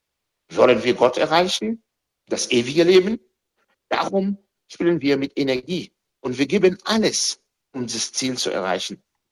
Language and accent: German; Dominican Republic; Oder in der Karibik, Haiti, Domrepe, also mein Heimatland.